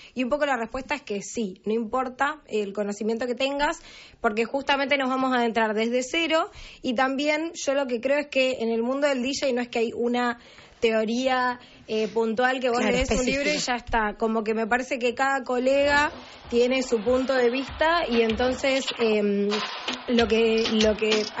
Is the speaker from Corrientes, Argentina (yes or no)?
no; Rosario, Santa Fe, Argentina; moved away as an adult; now in Buenos Aires, Argentina; yo soy de Rosario.